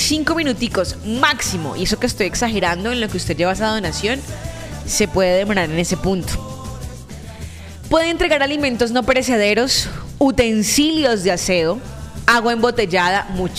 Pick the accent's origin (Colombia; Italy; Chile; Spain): Colombia; somos colombianos.